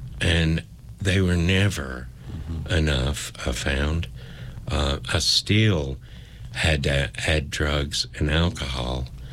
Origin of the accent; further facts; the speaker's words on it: Kingsport, Tennessee, United States; moved away as an adult; I grew up in Kingsport, Tennessee. I left and got a job, went to college and all that for several years, and ended up coming back kind of like a full circle.